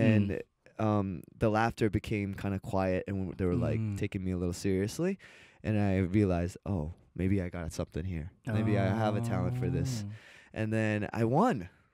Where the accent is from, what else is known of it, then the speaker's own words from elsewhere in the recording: Surrey, British Columbia, Canada; also born or lived in Korea; So I grew up in the very suburbs of Vancouver. It's like a 40-minute drive. But we all say we're from Vancouver.